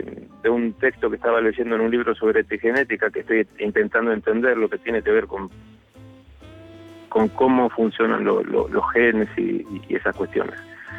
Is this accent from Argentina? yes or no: yes; González Catán, Buenos Aires Province, Argentina; now in Mallorca, Spain; se dio que un muchacho del barrio, de yo soy de González Catán, en Argentina, estaba viviendo en Mallorca, mi hermano de Argentina me consiguió el número de teléfono de él